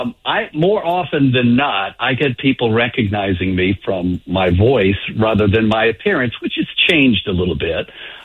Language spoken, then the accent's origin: English; Birmingham, Alabama, United States; accent: slight Southern drawl; also born or lived in California; now in St. Louis, United States; I come from Alabama, so wine to me is muscadine.